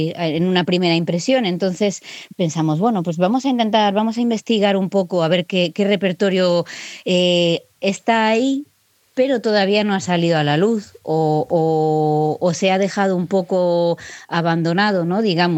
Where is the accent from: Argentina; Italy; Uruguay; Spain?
Spain; Nosotras como españolas